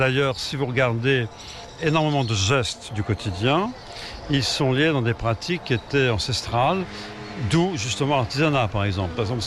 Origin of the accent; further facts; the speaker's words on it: France; Je suis français d'origine, donc en plus, pour moi, évidemment, je suis fasciné par tout le monde traditionnel.